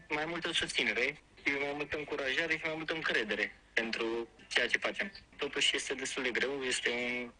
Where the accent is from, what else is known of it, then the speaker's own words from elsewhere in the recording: Romania; noi, ca români, suntem obișnuiți să batem mingea pe maidan și suntem talentați.